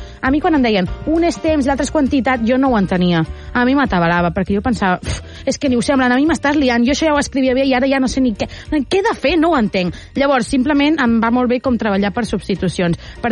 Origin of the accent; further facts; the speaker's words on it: Lleida, Catalonia, Spain; jo sóc de Lleida i ho pronuncio tot igual.